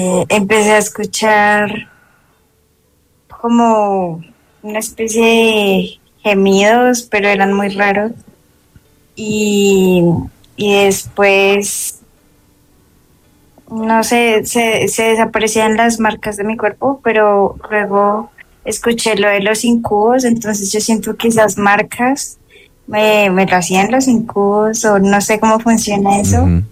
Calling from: Boyacá, Colombia; Desde Boyacá.

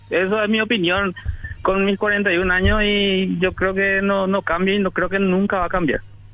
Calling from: Coronel Bogado, Itapúa, Paraguay; estoy llamando de Coronel Bogado, Itapúa.

